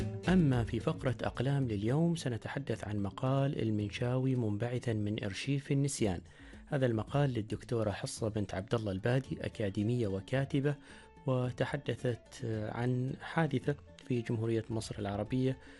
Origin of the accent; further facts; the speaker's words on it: Oman; وعندنا في سلطنة عمان تجربة.